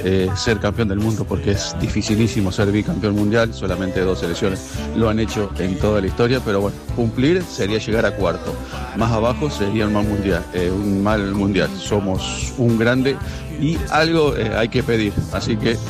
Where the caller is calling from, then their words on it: Canals, Córdoba, Argentina; de Canals, provincia de Córdoba.